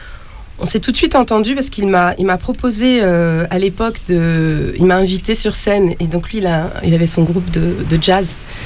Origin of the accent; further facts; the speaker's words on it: Paris, Île-de-France, France; moi, je suis parisienne du 17e, 18e arrondissement. J'ai été beaucoup serveuse et j'ai travaillé dans les bars de Montmartre.